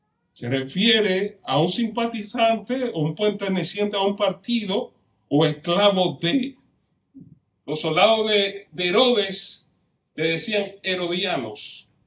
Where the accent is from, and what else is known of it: Dominican Republic